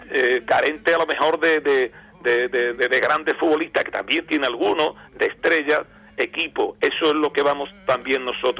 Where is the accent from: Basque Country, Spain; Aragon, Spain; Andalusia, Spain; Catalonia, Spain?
Andalusia, Spain; Puerto Real